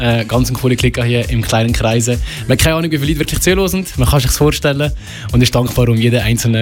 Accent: Valais, Switzerland; Als Walliser bin ich natürlich sehr viel im Wallis anzutreffen.

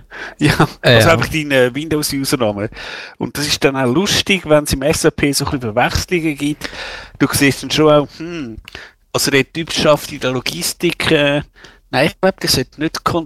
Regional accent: Zurich, Switzerland; ich kann sagen, Kappel am Albis ist jetzt, ja, da bin ich irgendwo aufgewachsen in der Nähe.

